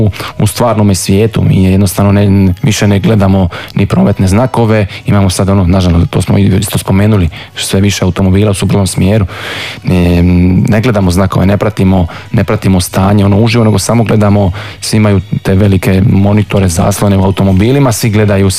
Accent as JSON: {"language": "Croatian", "country": "Croatia", "said": "kod nas u Europskoj uniji ili pogotovo u Hrvatskoj"}